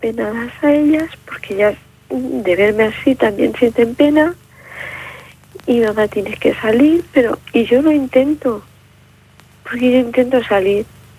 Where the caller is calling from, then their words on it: Barcelona, Catalonia, Spain; Yo vivo en un pueblo. Pero vivo en Barcelona con mis padres.